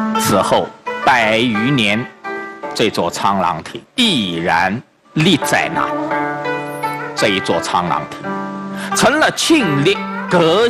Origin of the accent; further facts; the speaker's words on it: Suzhou, Jiangsu, China; 咱们苏州人